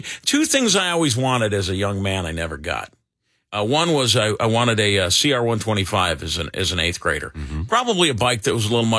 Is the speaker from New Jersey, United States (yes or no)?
no; Wisconsin, United States; growing up in the Wisconsin North Woods.